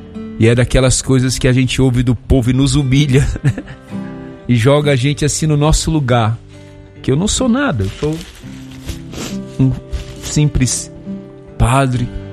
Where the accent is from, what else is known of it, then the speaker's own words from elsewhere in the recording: Pará, Brazil; moved away; É perto da minha, do meu Pará, né? Eu sou paraense de origem.